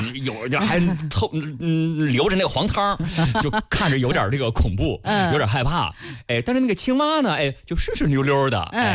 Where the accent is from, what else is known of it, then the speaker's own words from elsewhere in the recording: Dingzhou, Hebei, China; 问一下咱们定州老乡们